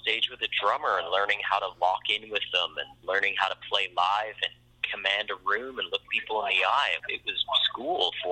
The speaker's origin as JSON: {"language": "English", "region": "Saskatchewan", "country": "Canada", "tie": "born or raised there", "said": "And, you know, growing up in Saskatchewan during the long, cold winters"}